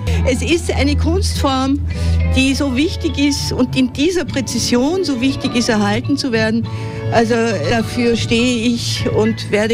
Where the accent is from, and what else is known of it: Salzburg, Austria